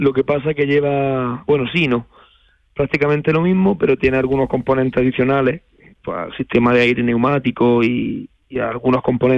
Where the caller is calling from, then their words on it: Campillo de Arenas, Andalusia, Spain; Somos unos 1.500 habitantes.